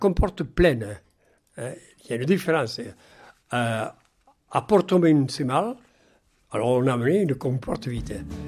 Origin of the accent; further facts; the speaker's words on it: Southern France, France; accent: accent français (southern, like Cabrel or Marty); Mais je suis fier d'être un français qui a un accent. Donc, et qui est un accent français.